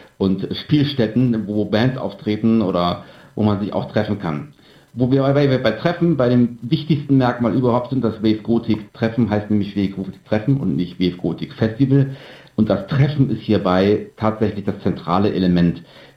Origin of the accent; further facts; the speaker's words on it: Mönchengladbach, North Rhine-Westphalia, Germany; denn ich komme aus Mönchengladbach, nach 5,5 Stunden Fahrt, 6 Stunden Fahrt, habe ich mich da aufs Ohr gehauen